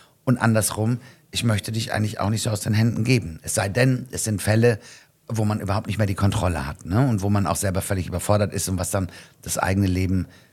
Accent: North Rhine-Westphalia, Germany; now in Hesse, Germany; Ich komme aus NRW, ja, ja.

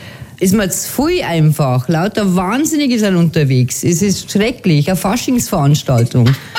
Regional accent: Bavaria, Germany; ich bin ja aus Bayern.

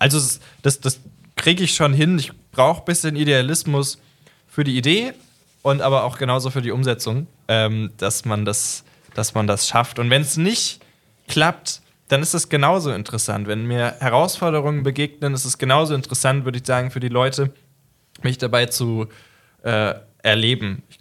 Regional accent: Idstein, Hesse, Germany; sondern ich komme aus Idstein. Rheingau ist, wie gesagt, das Internat. Ne? Ich bin gebürtig und geboren und mit Seele Idsteiner.

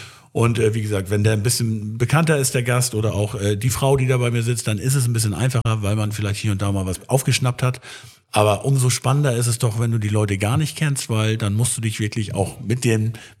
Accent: Northern Germany, Germany

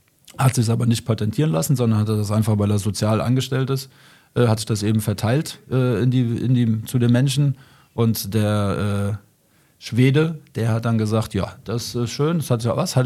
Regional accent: Frankfurt, Hesse, Germany; born there

